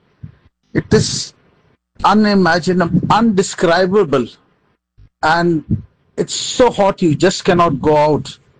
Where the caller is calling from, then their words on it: Mumbai, Maharashtra, India; I live in Mumbai, India.